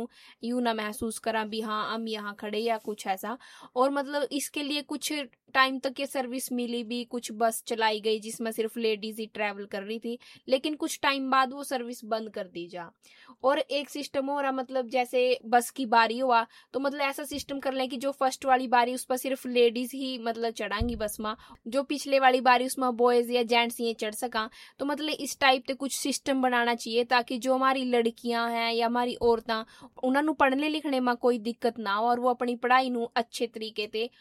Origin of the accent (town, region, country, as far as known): Fatehpur, Haryana, India; born or raised there